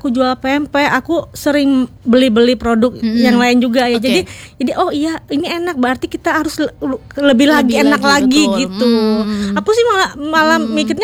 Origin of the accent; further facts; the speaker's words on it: Palembang, South Sumatra, Indonesia; moved away; Halo pemirsa … saya asli Palembang. Di sini merantau udah kurang lebih 20 tahun.